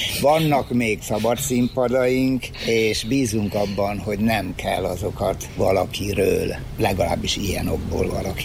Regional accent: Eger, Heves, Hungary; mi egriek vagyunk

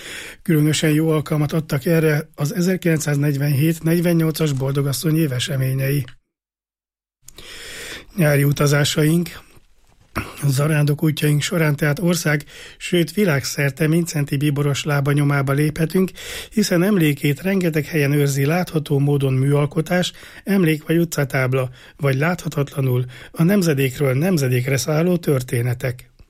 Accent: Hungary; aki miután megtudta, hogy magyar vagyok

